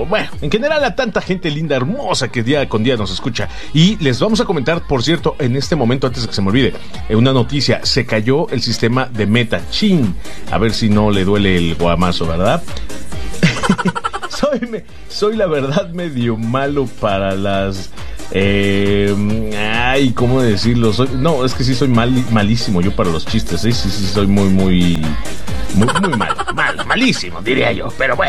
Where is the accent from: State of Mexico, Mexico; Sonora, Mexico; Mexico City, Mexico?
Mexico City, Mexico; porque pues antes éramos defeños, ¿no? Ahora somos capitalinos.